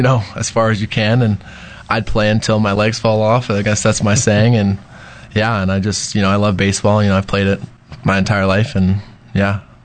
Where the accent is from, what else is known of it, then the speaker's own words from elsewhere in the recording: Scarborough, Ontario, Canada; I'm from Scarborough, Ontario. That's in Toronto. So I'm also Canadian.